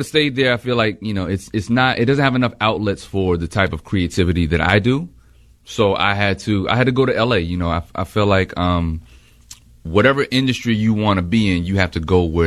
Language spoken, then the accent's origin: English; Fayetteville, North Carolina, United States; I'm from North Carolina.